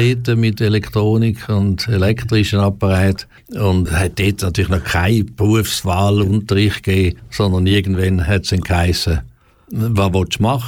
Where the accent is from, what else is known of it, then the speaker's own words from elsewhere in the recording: Romanshorn, Thurgau, Switzerland; also born or lived in Münsterlingen; now in Canton of Aargau, Switzerland; Also geboren bin ich im Kanton Thurgau in Münsterlingen und aufgewachsen in Romanshorn. Dort noch Ziegfröhren erlebt auf dem Bodensee und jetzt aber schon seit vielen Jahren im Kanton Aargau daheim.